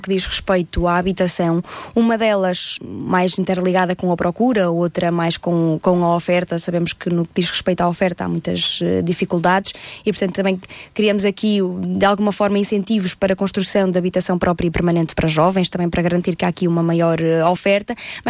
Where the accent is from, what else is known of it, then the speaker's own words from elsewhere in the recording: Alfândega da Fé, Bragança, Portugal; eu vindo eu de um distrito do interior, de um concelho muito pequenino, de Bragança, eu venho da Alfândega da Fé, do distrito de Bragança